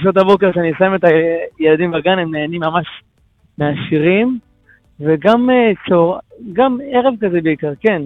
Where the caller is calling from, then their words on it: Tel Aviv, Tel Aviv District, Israel; אני גר בתל אביב.